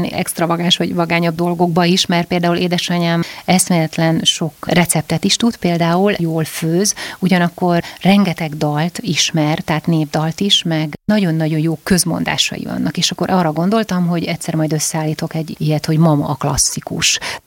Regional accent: Székely Land, Romania; now in Budapest, Hungary; Például gyerekkoromban is valami problémám volt, akkor fogtam magam, és a házunkkal szembe lévő déloldalra kimentem, vagy lementem a Kükülőpartra

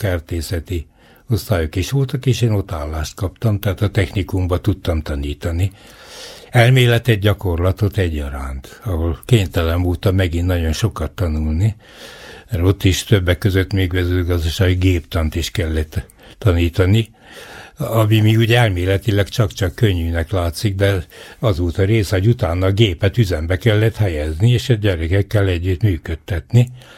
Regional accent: Eger, Heves, Hungary; érdekes dolog, hogy tűzgyökeres egriként a fiam Sopronban, a lányom meg Zalaegerszegen született

